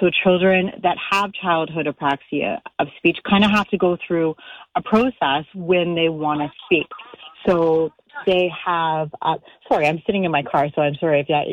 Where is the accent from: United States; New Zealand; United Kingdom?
United Kingdom; England; so I'm English, and if I go to speak French, I'm constantly having to process before I speak in French.